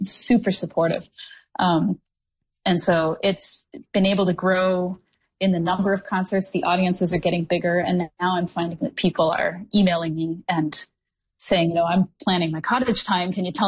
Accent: Listowel, Ontario, Canada; So I grew up in Listowel, but I spent my summers and sometimes weekends in the winters up on the Bruce.

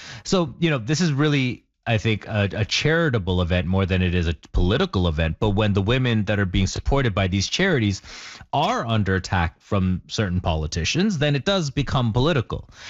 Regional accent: Canada; in the last week since I arrived in the U.S. I mean, what a time to be in the U.S. as a Canadian

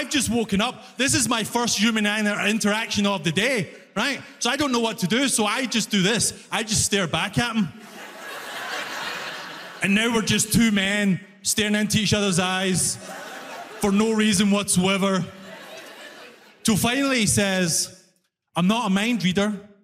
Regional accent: Glasgow, Scotland, United Kingdom; Because that's the thing, I'm from Glasgow, right? If you don't know, Glasgow is the knife crime capital

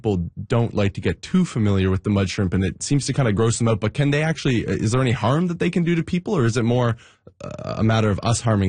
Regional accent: Nova Scotia, Canada; You know, I grew up in the Annapolis Valley

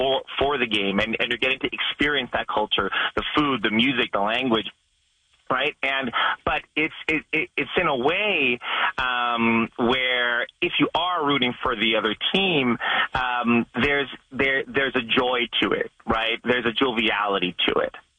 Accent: Canada; I said, "Hey, I'm Canadian."

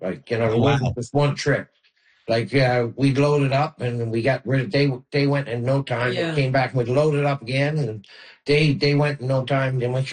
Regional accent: Newfoundland and Labrador, Canada; moved away; also born or lived in Ontario; I think, just being a Newfoundlander. You know, I grew up, you know, I give the shirt off my back. I would, if someone had needed something I had, you know, it's theirs. That's the way I live. Yeah. I lived in Ontario for 38 years

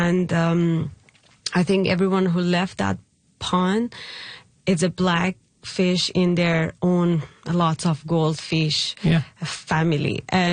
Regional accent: Iran; English is a second language; moved away; And I'm from Iran

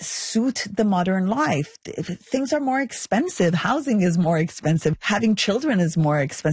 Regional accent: Iran; I come from Iran, so polygamy was part of the culture

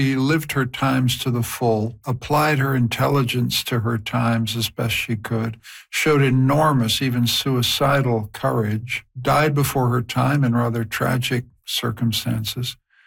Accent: Canada; now in Vienna, Austria; I'm a Canadian professor of historical studies at Central European University in Vienna.

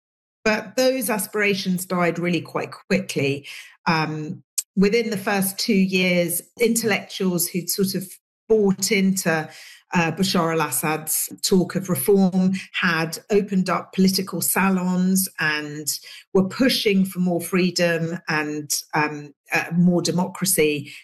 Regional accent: England, United Kingdom; when me and Asma were young girls growing up in England

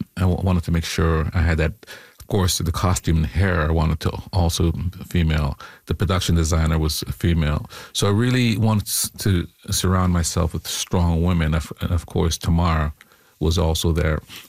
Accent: Jamaica; born there

